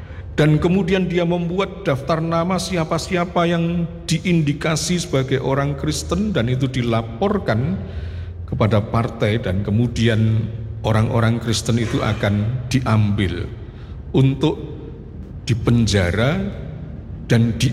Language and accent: Indonesian; Surabaya, East Java, Indonesia; now in Purwodadi, Indonesia; saya berasal dari Surabaya, dari GKJW Jemaat Simomulyo.